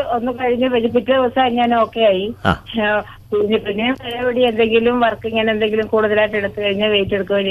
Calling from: Koratty, Kerala, India; ഞാൻ ചാലക്കുടി കൊരട്ടിയിൽ നിന്നാണ് വിളിക്കുന്നത്.

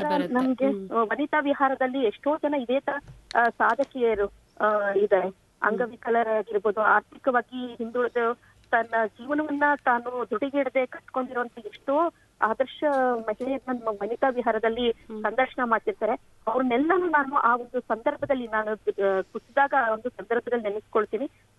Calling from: Mysore, Karnataka, India; ಮೈಸೂರಿನಿಂದ ಮಾತಾಡ್ತಾ ಇರೋದು.

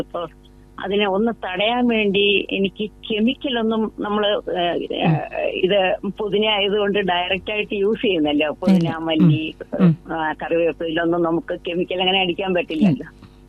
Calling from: Ulloor, Kerala, India; ഉള്ളൂരിൽ നിന്നാണ് സംസാരിക്കുന്നത്.

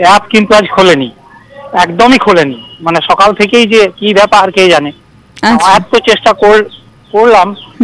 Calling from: Dubrajpur, West Bengal, India; আমি পশ্চিমবঙ্গের বীরভূম জেলার দুবরাজপুর থেকে

